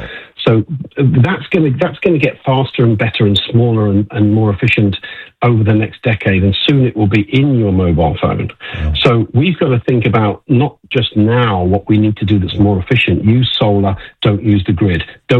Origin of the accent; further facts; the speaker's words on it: United Kingdom; now in United States; I'm a Brit